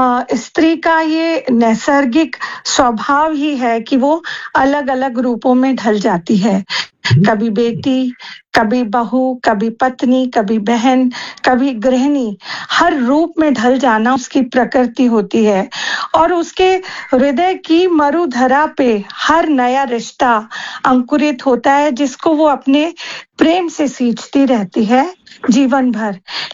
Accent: Rajasthan, India; बचपन मेरा राजस्थान के अलग अलग शहरों में बीता, और बहुत ही कभी बड़ा शहर था, कभी हम छोटे शहर में गए, गांव में गए, तो कभी हमने खेत खलिहान देखे, तो कभी हमने शहर देखे

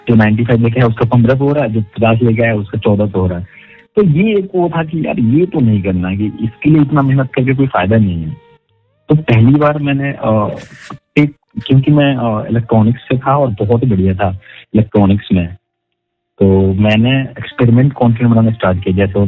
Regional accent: Bihar, India; now in Faridabad, India; तो पहली बार मैं बिहार से यहाँ आया दिल्ली, दिल्ली में कहा फरीदाबाद।

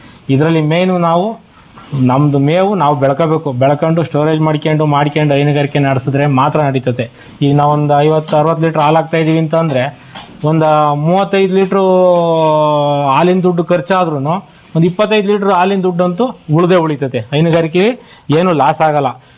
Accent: Tumakuru district, Karnataka, India; moved away as an adult; also born or lived in Bengaluru; ದೊಡ್ಡಗರಾಟ ಗ್ರಾಮ, ತುರುವೇಕೆರೆ ತಾಲೂಕು, ತುಮಕೂರು ಜಿಲ್ಲೆ. ನಾನು ಮೂಲತಃ ಕೃಷಿಕ ಕುಟುಂಬದವನೇ. ನಾನು ಬೆಂಗಳೂರಲ್ಲಿ 19 ವರ್ಷ ಜೀವನ ಮಾಡಿದೆ. ಹಳ್ಳಿಗೆ ಬಂದು ಸೇರ್ಕೊಂಡ್ವಿ.

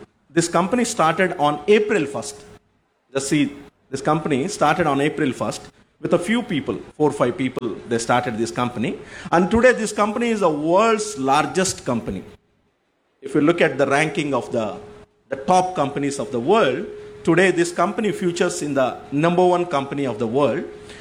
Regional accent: Bangalore, Karnataka, India; Otherwise, I am from Bangalore. I live in Bangalore.

